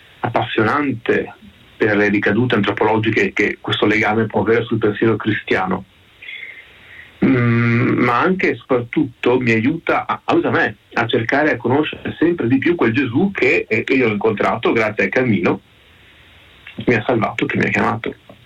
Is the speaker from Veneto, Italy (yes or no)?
yes; Padua, Veneto, Italy; moved away as an adult; also born or lived in Warsaw, Poland; ho 36 anni, sono italiano, sono originario di Padova, ma sono stato ordinato in Polonia, a Varsavia, nel 2018